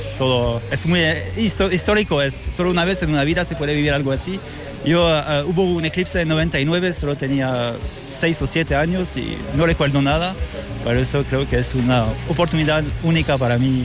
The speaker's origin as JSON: {"language": "Spanish", "country": "France", "second_language": "Spanish", "said": "No, soy francés y estoy aquí de vacaciones"}